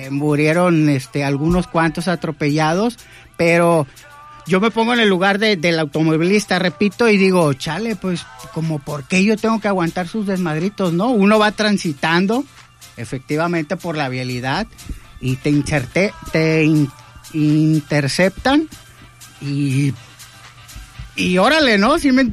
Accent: Mexico; somos mexicanos

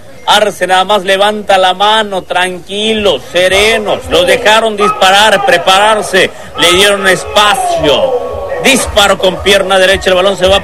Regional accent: Mexico; Es que soy mexicano.

